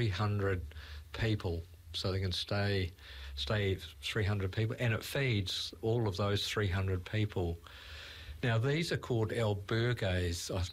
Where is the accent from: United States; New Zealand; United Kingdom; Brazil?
New Zealand; I'm a Kiwi